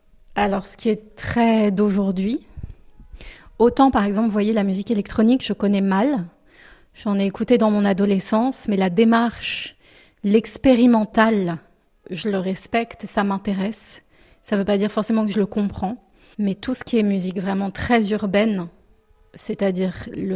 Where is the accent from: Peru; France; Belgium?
France; first language French; en 2025, à l'âge que j'ai, en France, et finalement me sentir française, et pouvoir dire, mais en fait, c'est ma langue maternelle.